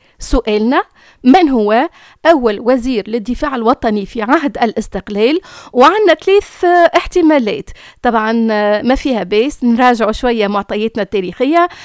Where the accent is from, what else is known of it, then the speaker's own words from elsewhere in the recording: Tunisia; بلادنا تونس العزيزة علينا